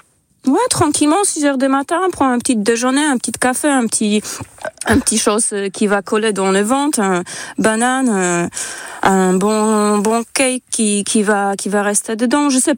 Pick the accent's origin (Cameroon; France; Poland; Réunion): Poland; Silesian Voivodeship; French is a second language; Je suis à côté de, en Silésie, à côté de Katowice, au Cracovie.